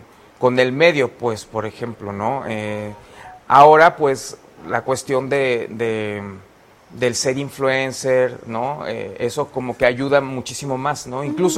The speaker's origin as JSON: {"language": "Spanish", "town": "Tepic", "region": "Nayarit", "country": "Mexico", "also_born_or_lived": "Mexico City", "moved": "as an adult", "said": "Y ya después en 2014 me trasladé aquí a mi tierra, pues a Tepic"}